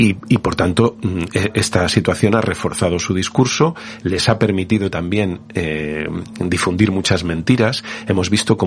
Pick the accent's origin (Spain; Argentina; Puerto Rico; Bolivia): Spain; Castile and León; Yo vengo de Castilla y León, que es una tierra en la que muere más gente de la que nace, mucha más gente de la que nace, en la que la pirámide poblacional está claramente invertida